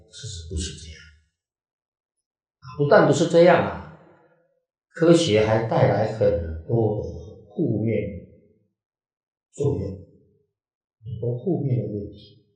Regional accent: China; 我们中国人

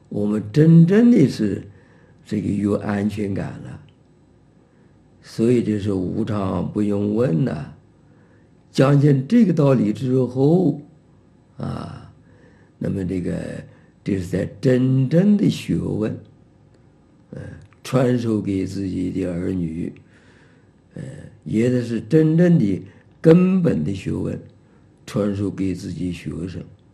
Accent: Taiwan; born there; 就拿台湾来讲，我们生在台湾，现在这么多人呢

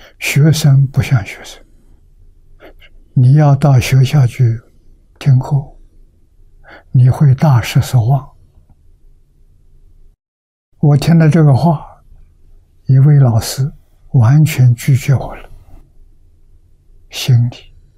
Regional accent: Lujiang, Anhui, China; 我的老家在渝江，我们相聚很近，不远，啊，我的老家跟桐城是邻县

